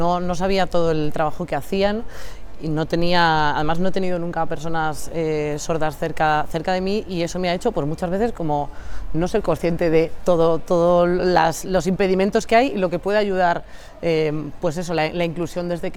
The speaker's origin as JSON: {"language": "Spanish", "region": "Galicia", "country": "Spain", "said": "Son de mi tierra, de Galicia"}